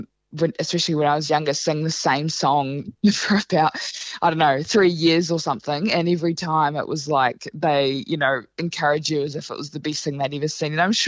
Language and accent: English; Gore, Southland, New Zealand; Yeah, so yeah, Gore is my hometown. That's where I grew up, and it is the capital of country music in New Zealand.